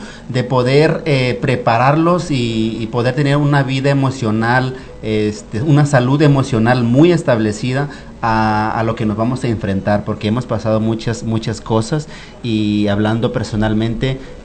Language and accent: Spanish; Mexico; soy orgulloso de ser quien soy, de ser wixárika, soy orgulloso de usar mi traje típico, de hablar mi lengua materna, de usar los guaraches, ¿no?